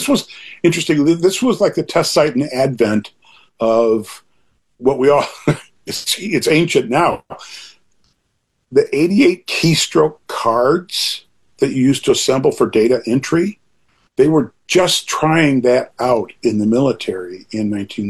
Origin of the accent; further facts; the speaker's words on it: United States; as an American